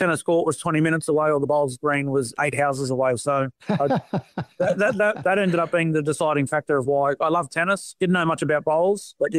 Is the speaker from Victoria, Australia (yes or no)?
no; New South Wales, Australia; I grew up on the Tweed Coast.